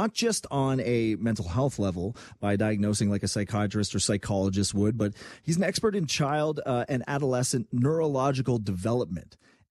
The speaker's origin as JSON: {"language": "English", "region": "Quebec", "country": "Canada", "tie": "born or raised there", "moved": "yes", "lives_now": "Ontario, Canada", "said": "Growing up in Quebec, we had a convenient store culture. And by that, I say to any person who's born and raised in Quebec, we call them dépanneurs, not convenience stores, not corner stores."}